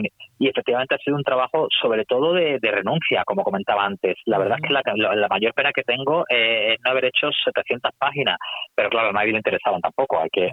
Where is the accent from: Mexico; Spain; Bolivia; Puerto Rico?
Spain; Seville, Andalusia; now in Madrid, Spain; Yo soy sevillano, pero vivo en Madrid